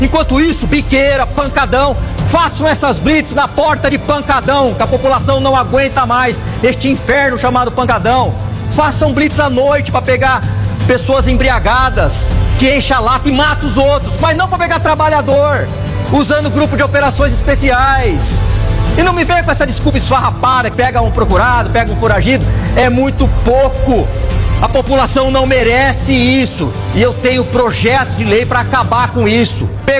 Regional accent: Ribeirão Preto, São Paulo, Brazil; born there; moved away; na minha terra, Ribeirão Preto

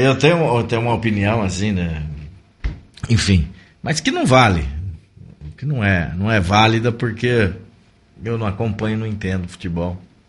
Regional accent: Brazil; a gente, como brasileiro, né?

